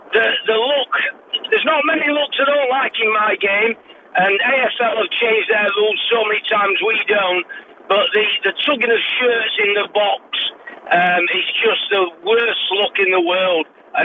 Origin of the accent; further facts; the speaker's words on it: Sheffield, Yorkshire and the Humber, United Kingdom; I actually travelled back to my hometown, Sheffield, so I could travel back down to London to watch my football team lose 1-0 to Sunderland in the playoff final.